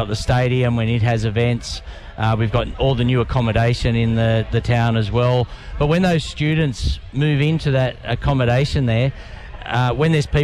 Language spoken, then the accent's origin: English; Woy Woy, New South Wales, Australia; I grew up in Woi Woi